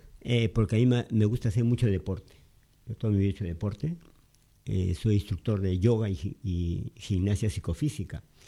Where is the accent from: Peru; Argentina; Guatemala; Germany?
Peru; moved away as an adult; now in Spain; Extraño de mi país, porque allá sí estuve viajando. Yo viajo por todo el Perú